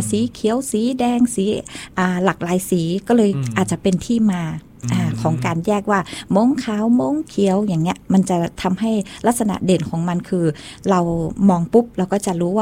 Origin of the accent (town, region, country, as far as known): Nan, Thailand; born or raised there